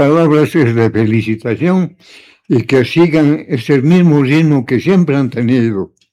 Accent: Bolivia; seguimos siendo bolivianos

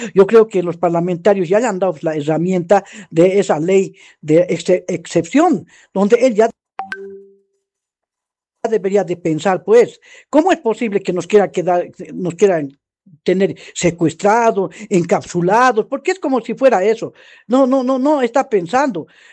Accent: La Paz, Bolivia; clarito somos nosotros los paceños realmente y no nos prestamos a cualquier cosita, por favor.

